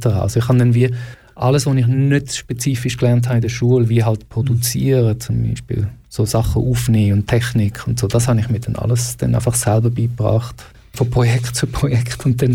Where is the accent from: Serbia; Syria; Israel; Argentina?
Israel; Jerusalem, Jerusalem District; Und ich meine, ich bin in Jerusalem aufgewachsen und dort kommen sowieso all die Kulturen ein bisschen zusammen.